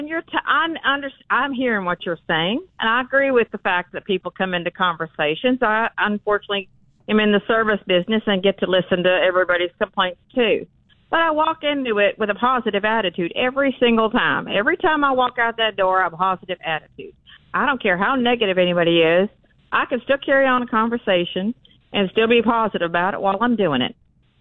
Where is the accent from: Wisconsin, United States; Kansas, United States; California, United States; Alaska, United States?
California, United States; I grew up originally in California, the granola state.